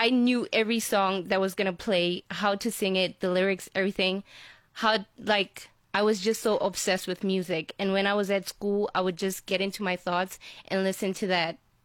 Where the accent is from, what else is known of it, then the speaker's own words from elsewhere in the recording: Letlhabile, North West, South Africa; I was born and raised in Letlhabile 0264.